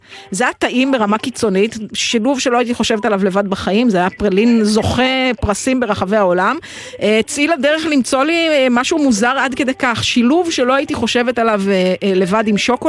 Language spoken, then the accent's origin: Hebrew; Jezreel Valley, Northern District, Israel; אני משם, אני מעמק ישראל, איך אני יכולה שזה לא יהיה נצרת?